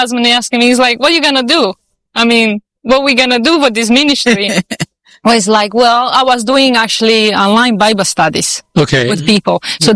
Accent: Romania; moved away; Well, I am Romanian. Yes, I am Romanian.

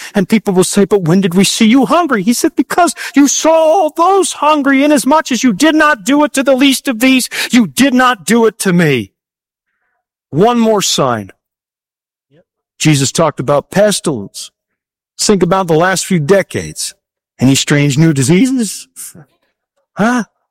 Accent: Canada; moved away; also born or lived in Toronto; My home country, Canada

